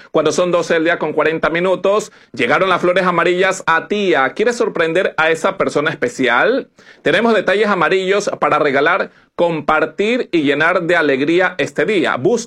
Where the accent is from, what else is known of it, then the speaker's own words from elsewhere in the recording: Ecuador; nosotros como ecuatorianos también estamos apegados a esta tradición.